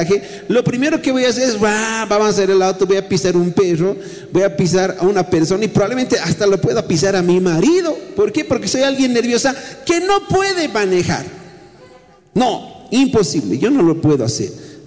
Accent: La Paz, Bolivia; sí, somos de La Paz, estamos viniendo.

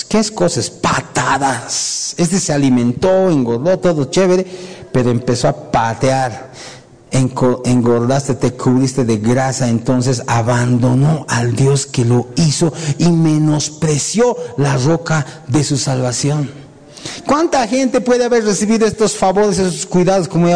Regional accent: Uyuni, Potosí, Bolivia; soy de Uyuni, Bolivia, y no me, de aquí nadie me mueve.

